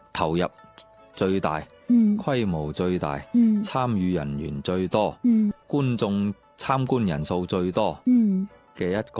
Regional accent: Guangdong, China

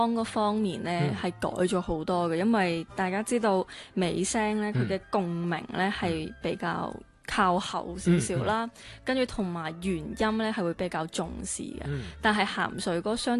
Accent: Macau; 因为他是邓家人，但是都是澳门人嘛，我都是澳门人

